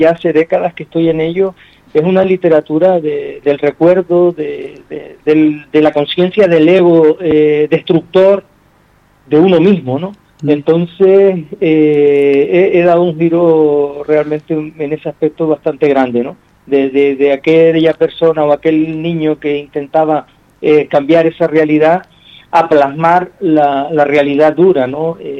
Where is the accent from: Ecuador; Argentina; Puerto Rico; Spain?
Spain; Juncalillo, Canary Islands; haber nacido en estas montañas sagradas de Gran Canaria, ser el último habitante nacido dentro de mi pueblo, parido por mujer, que eso es mérito de mi madre, obviamente, en esta tierra, pues, que es Juncalillo, pues a mí eso me ha marcado mucho.